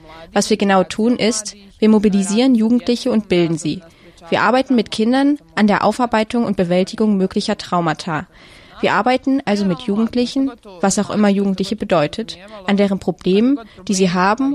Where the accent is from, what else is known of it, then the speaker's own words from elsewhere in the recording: Sarajevo, Federation of Bosnia and Herzegovina, Bosnia & Herzegovina; ich bin 18 Jahre alt, ich komme aus Sarajevo